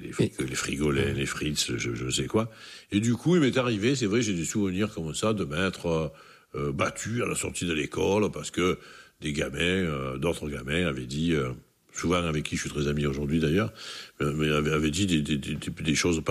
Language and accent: French; Marseille, Provence-Alpes-Côte d'Azur, France; Et je n'étais même pas marseillais, j'étais de l'Estac, en fait, j'étais de ce quartier-là.